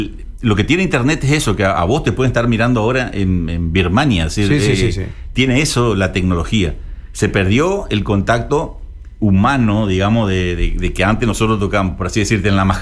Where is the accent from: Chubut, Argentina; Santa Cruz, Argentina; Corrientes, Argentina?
Corrientes, Argentina; Y como correntinos ya somos hijos del Paraguay